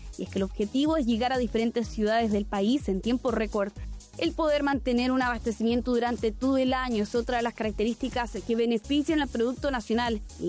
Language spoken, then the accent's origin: Spanish; Chile